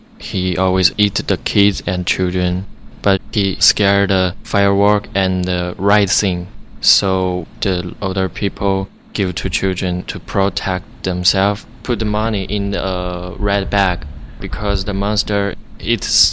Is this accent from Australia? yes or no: no; China; English is a second language; I'm from China, and I'm in Berkshire High School. I'm 10th grade.